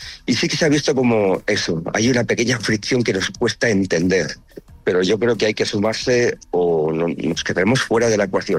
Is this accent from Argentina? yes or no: no; Tortosa, Catalonia, Spain; born there; Yo como ciudadano que nací aquí en Tortosa, todo esto empezó en el 2004.